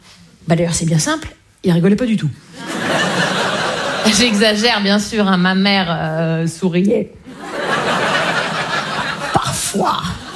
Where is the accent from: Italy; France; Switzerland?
France; Liffol-le-Grand, Grand Est; je viens de Liffol-le-Grand, voyez ? C'est à côté de Liffol-le-Petit, voyez ? C'est pas une blague, hein, c'est vrai.